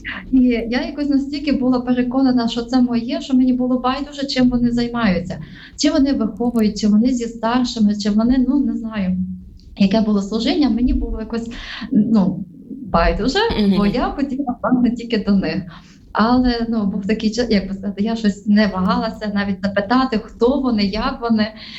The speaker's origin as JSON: {"language": "Ukrainian", "region": "Khmelnytskyi Oblast", "country": "Ukraine", "said": "Я сама з Хмельниччини."}